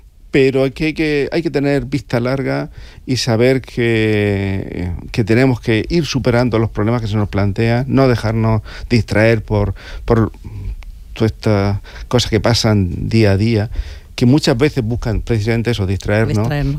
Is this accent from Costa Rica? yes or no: no; Orihuela, Valencian Community, Spain; Yo soy de la Vega Baja, de Orihuela, y tengo una sana envidia cada vez que voy a Elche.